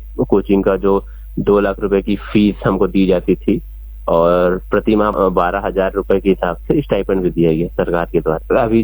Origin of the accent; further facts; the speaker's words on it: Janjgir-Champa, Chhattisgarh, India; now in Delhi, India; मैं जिला जांजगीर चांपा छत्तीसगढ़ का निवासी हूँ।